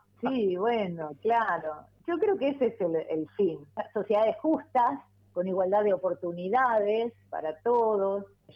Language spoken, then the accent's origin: Spanish; Armstrong, Santa Fe, Argentina; born there; moved away; also born or lived in Rosario; los que somos de Antron y nacimos en Antron, somos muy orgullosos de haber nacido ahí